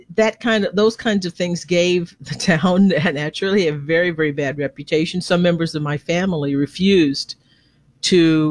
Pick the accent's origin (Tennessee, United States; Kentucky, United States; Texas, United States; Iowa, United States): Texas, United States; Conroe; also born or lived in Livingston; When I first moved there, I moved, I was born in Livingston, Texas, about 50 miles northeast of there. But my parents moved to Conroe when I was about 6 months old.